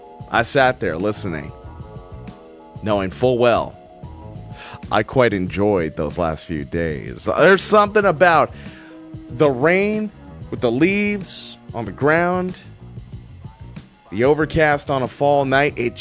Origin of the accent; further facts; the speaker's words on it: Vancouver Island, British Columbia, Canada; moved away; I grew up on Vancouver Island and those days were normal days.